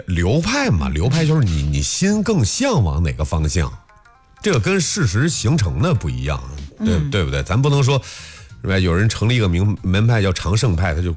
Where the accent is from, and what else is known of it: Henan, China